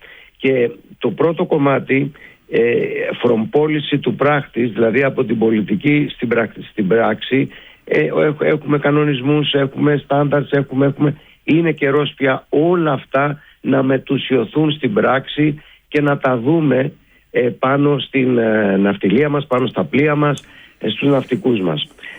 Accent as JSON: {"language": "Greek", "country": "Greece", "said": "εμείς ως Έλληνες είμαστε υπερήφανοι"}